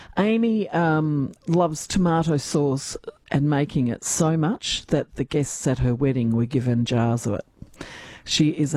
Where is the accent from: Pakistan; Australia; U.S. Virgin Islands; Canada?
Australia; Adelaide Hills, South Australia; I'm from the Adelaide Hills, and we've just had our Adelaide show